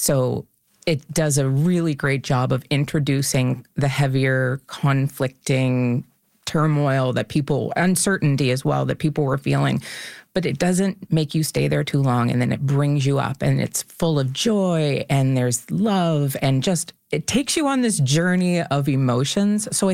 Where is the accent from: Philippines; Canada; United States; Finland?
Canada; Kennebecasis Valley, New Brunswick; also born or lived in Saint John; I'm originally from the Kennebecasis Valley. So I was in university in St. John at the time